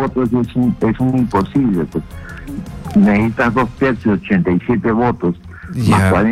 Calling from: Lima, Peru

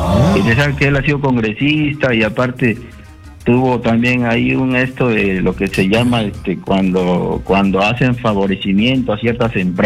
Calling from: Trujillo, La Libertad, Peru; Yo trabajo en Chimbote, pero soy de Trujillo.

